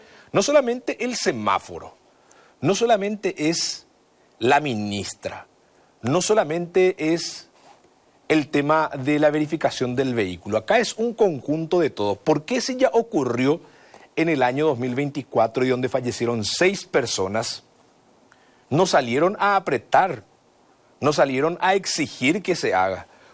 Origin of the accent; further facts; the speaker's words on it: Pirayú, Paraguarí, Paraguay; como soy de Pirayú también, conozco el pesar de la población, específicamente de la compañía Pedroso.